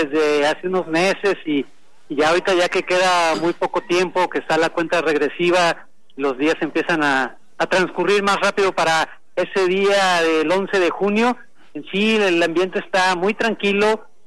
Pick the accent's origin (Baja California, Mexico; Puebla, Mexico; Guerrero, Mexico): Guerrero, Mexico; Acapulco; now in Guadalajara, Mexico; yo soy de Acapulco